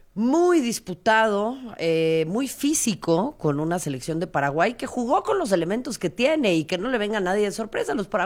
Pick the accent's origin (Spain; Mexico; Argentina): Mexico; Si soy morena y soy latina. Y eso es algo que nos sucede mucho en México también